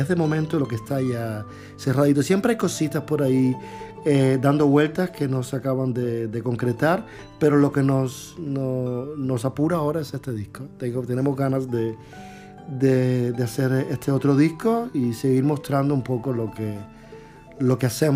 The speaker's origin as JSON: {"language": "Spanish", "country": "Cuba", "lives_now": "Spain", "said": "Y además, siendo cubanos, es más difícil todavía."}